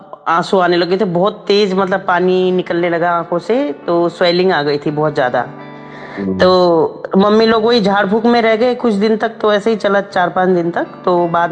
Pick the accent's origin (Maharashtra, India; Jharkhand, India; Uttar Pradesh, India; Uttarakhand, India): Uttarakhand, India; now in Delhi, India; और मैं बेसिकली उत्तराखंड की रहने वाली हूँ